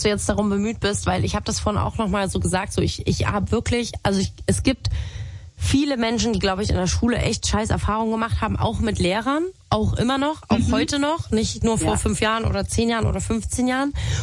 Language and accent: German; Saxony, Germany; accent: Saxon; ich komme aus Sachsen, Und ich kann richtig gut sechseln. Also das ist wirklich, also ich bin so richtig krass so auch aufgewachsen.